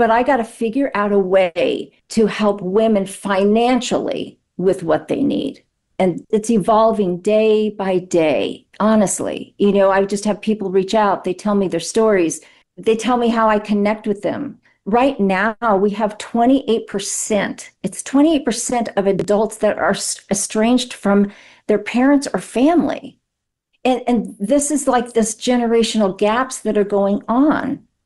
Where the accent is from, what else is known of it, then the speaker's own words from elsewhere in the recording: Las Vegas, Nevada, United States; Yeah, I'm from Vegas.